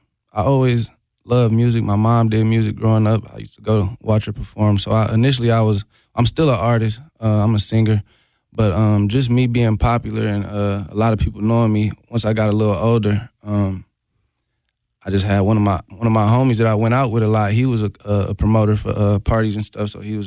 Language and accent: English; Milwaukee, Wisconsin, United States; also born or lived in California / Texas; I'm from Milwaukee. I'm like, oh, I'm from Milwaukee.